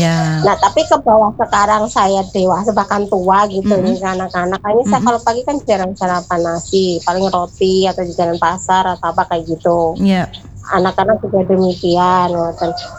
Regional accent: Cilacap, Central Java, Indonesia; karena memang saya dari Cilacap kebanyakan ikan, dulu ngambil di sungai sendiri, saya sambil goreng ikan Mbak.

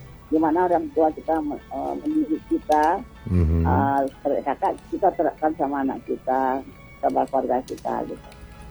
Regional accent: Padang, West Sumatra, Indonesia; Jadi kami di rumah itu walaupun kami orang Padang ya, jadi kami tidak berbahasa Padang gitu ya, berbahasa Indonesia.

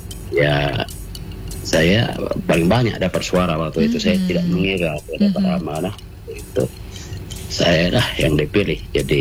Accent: Balak, Lampung, Indonesia; dibentuklah Koperasi Merah Putih di Pekon Balak, Kecamatan Batu Bekak. Pekon kami ataupun desa kami itu adalah desa budaya atau kerajaan adat.

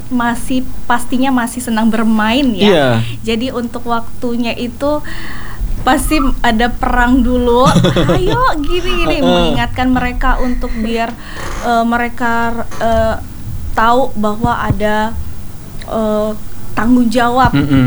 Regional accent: Palembang, South Sumatra, Indonesia; di daerah saya, Kota Palembang

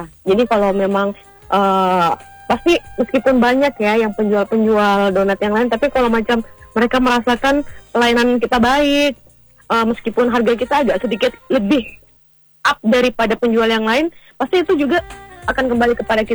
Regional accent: Merauke, South Papua, Indonesia; kita kan orang Merauke

